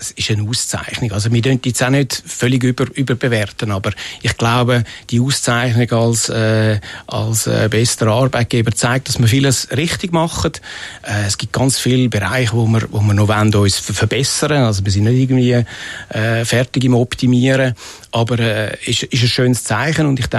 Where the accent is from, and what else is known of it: Zurich, Switzerland; born or raised there